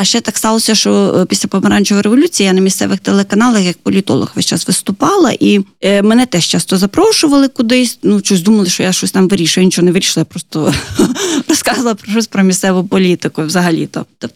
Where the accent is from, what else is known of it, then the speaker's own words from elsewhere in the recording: Lviv Oblast, Ukraine; Львівщина.